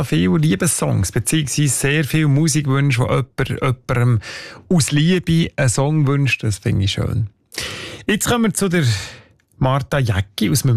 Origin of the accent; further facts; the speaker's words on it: Zürich, Zurich, Switzerland; Ich komme ja aus Zürich, auch nicht aus Luxemburg.